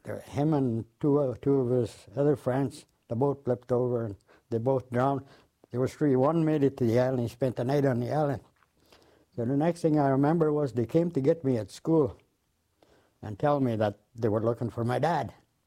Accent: Moosonee, Ontario, Canada; that's where I grew up in Moose Knee.

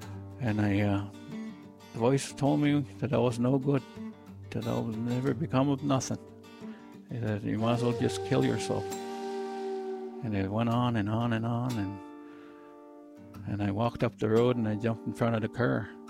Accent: Miramichi, New Brunswick, Canada; also born or lived in Chatham, New Brunswick; Hill Ground First Nation up in the small community of Miramichi, New Brunswick. I was born and raised here in Hill Ground. My mother had me in Chatham, New Brunswick.

